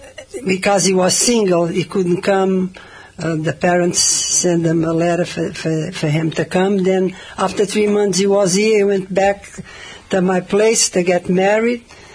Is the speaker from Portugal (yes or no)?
yes; Santiago do Cacém, Alentejo, Portugal; English is a second language; now in United States; States in 69, and to this great country. I didn't speak a word in English, and I love to be here. I came from Alentejo, Abella, Conselho de Santiago do Cacém.